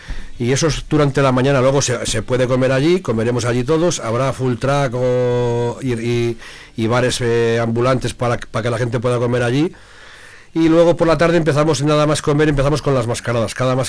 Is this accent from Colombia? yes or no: no; Sanzoles, Castile and León, Spain